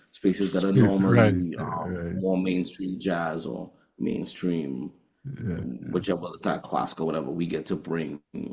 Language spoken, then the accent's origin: English; Trinidad & Tobago; I'm Trinidadian, so naturally I'm a Trinidadian, so the music that I write is Trinidadian music.